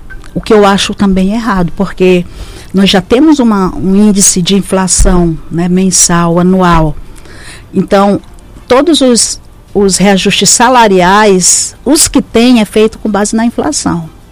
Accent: Roraima, Brazil; somos nós aqui de Roraima.

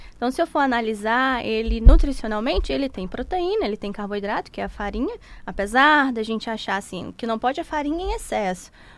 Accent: Boa Vista, Roraima, Brazil; moved away; also born or lived in Manaus / São Paulo; eu sou de Boa Vista, né? Fui morar em Manaus e depois fui morar em São Paulo e trabalhei em hospital lá em São Paulo.

